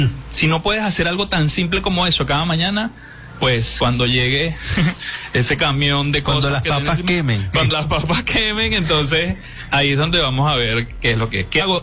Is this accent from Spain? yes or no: no; Peru; moved away as an adult; now in Venezuela; solamente tengo un año aquí en Venezuela. Una de las metas que me propuse desde que me vine de Perú